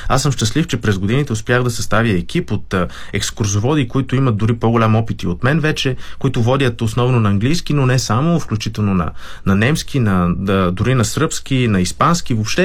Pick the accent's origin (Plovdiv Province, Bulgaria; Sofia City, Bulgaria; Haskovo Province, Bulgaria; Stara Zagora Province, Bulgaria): Sofia City, Bulgaria; Sofia; аз съм също като тях софиянец, който и майка ми, и баба ми са родени в София, така че за мен София е моят роден град